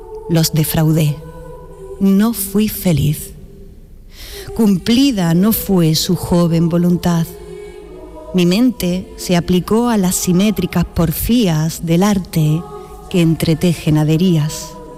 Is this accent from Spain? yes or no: yes; Andalusia, Spain; accent: Andalusian